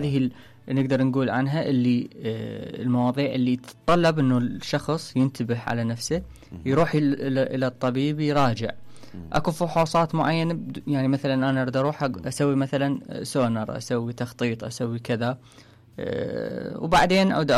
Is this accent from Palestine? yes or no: no; Iraq